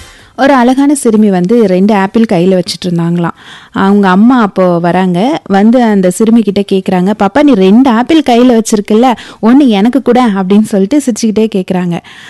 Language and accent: Tamil; Dharmapuri, Tamil Nadu, India; நானும் தர்மபுரி தான்.